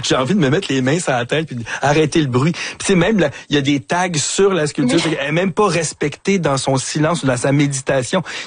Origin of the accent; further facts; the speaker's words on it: Montreal, Quebec, Canada; Je suis un vrai Montréalais né ici. J'ai jamais traversé les ponts, mais presque, tu sais. Je suis toujours sur l'île.